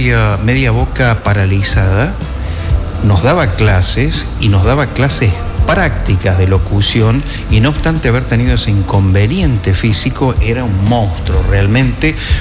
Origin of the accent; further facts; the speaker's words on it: Córdoba, Argentina; now in Chaco, Argentina; yo soy cordobés a esta altura, por si no se dieron cuenta, a esta altura de mi vida, con más años de Chaco que de claro. Córdoba